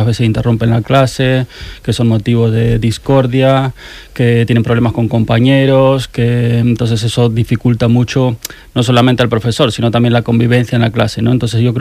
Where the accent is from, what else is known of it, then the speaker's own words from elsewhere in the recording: Cantabria, Spain; accent: Cantabrian; Yo soy cántabro, como puedes observar por mi acento.